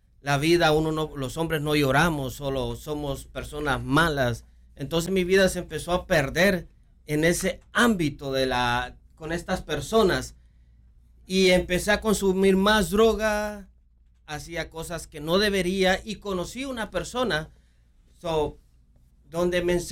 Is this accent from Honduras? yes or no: yes; Honduras; Pastor, primeramente … soy originario de Honduras.